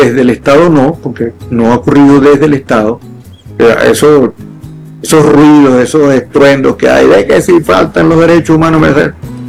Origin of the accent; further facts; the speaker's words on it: Venezuela; nosotros, los venezolanos, tenemos que vernos como los colombianos, como los mexicanos